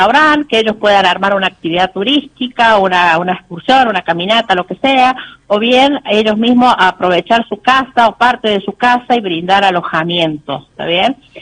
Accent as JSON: {"language": "Spanish", "town": "La Carolina", "region": "San Luis", "country": "Argentina", "said": "Yo soy de acá de Carolina, yo vivo en Carolina, trabajo en Carolina, mis hijos viven acá"}